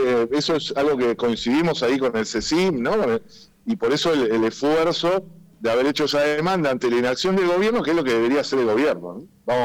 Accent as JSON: {"language": "Spanish", "country": "Argentina"}